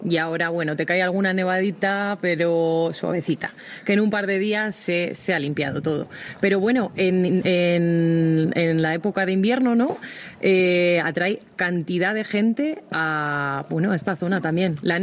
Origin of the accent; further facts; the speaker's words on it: Aguilar de Campoo, Castile and León, Spain; en mi caso vengo de Aguilar, ¿eh?